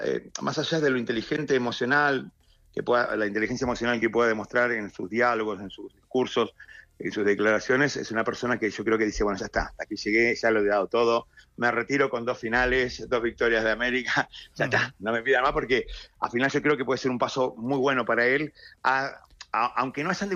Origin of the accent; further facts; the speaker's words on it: Spain; y que te digo también como español, nieto de español y padre de españoles